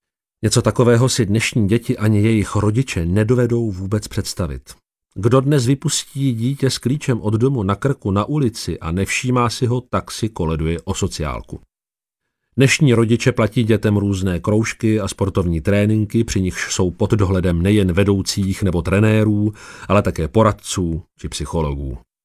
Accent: Tišnov, South Moravian Region, Czechia; also born or lived in Brno; Pocházím z Tišnova, což je město v okrese Brno-Venkov, asi 20 km severozápadně od Brna, nedaleko soutoku Svratky a Loučky. Ovšem na svět jsem přišel v Brně, a to 25. prosince

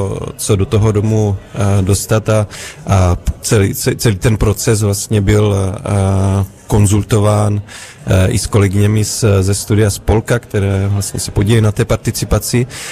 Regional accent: Brno, South Moravian Region, Czechia; my jsme z Brna

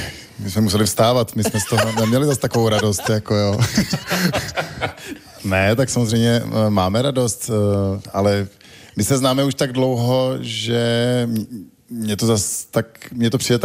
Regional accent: Prague, Czechia; Budějovická, Praha 4.

